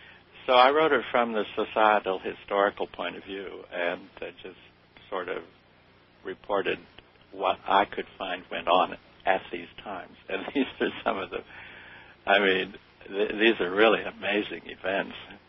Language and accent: English; Telluride, Colorado, United States; born there; I was born in Telluride, Colorado